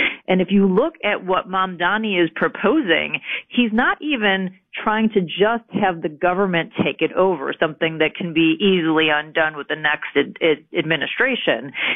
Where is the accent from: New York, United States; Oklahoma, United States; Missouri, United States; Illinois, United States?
Illinois, United States; Chicago; he actually lived in my hometown of Chicago that is also run by commies today